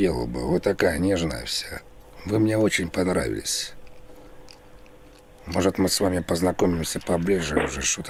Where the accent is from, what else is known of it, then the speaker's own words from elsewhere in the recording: Moscow, Russia; Потому что я из Москвы или просто вообще нет?